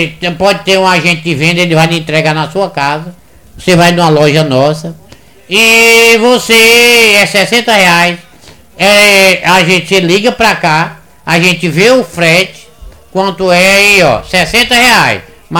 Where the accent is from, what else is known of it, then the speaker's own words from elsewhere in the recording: São Gonçalo do Piauí, Piauí, Brazil; Eu sou de São Gonçalo, do Piauí